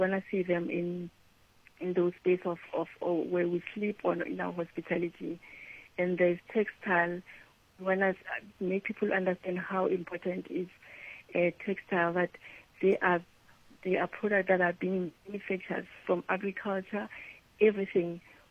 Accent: South Africa; Actually, you want to tell the local story as South African.

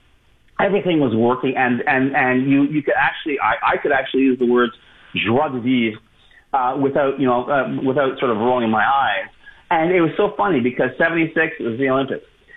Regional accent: Montreal, Quebec, Canada; There was a time I really was proud to say I was from Montreal.

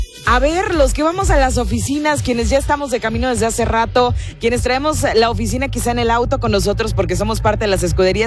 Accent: Nuevo León, Mexico

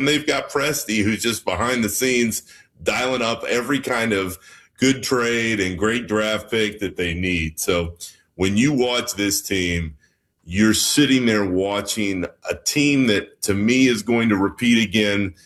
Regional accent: Orlando, Florida, United States; I grew up in Orlando. That team with Shaq and Penny was my first basketball love.

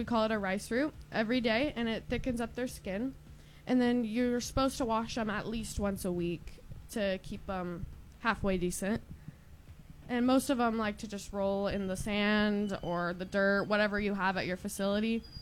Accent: Fillmore, California, United States; I'm from Fillmore.

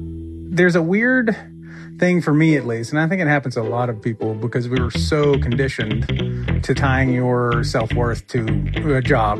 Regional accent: Texas, United States; we are originally from Texas, and that's where I was a firefighter.

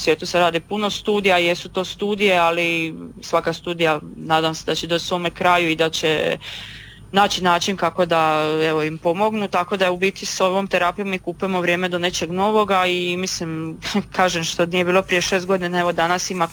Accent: Zadar, Zadar County, Croatia; i mi smo iz Zadra

